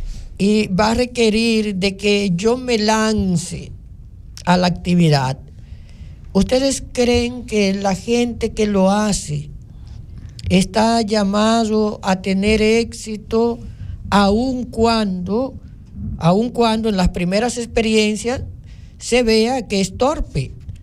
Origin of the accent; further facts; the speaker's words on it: Barahona, Dominican Republic; Y yo salí de Barahona y la no veo en Santo Domingo.